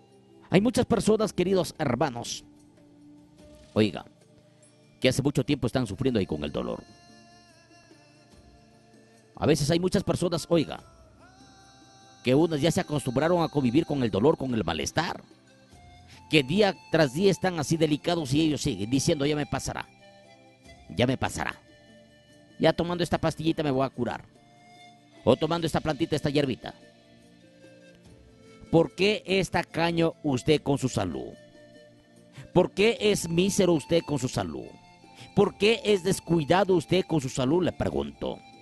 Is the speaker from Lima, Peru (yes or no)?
no; Huancabamba, Piura, Peru; que traigo desde mi pueblo bendito, Huancabamba, Salalá.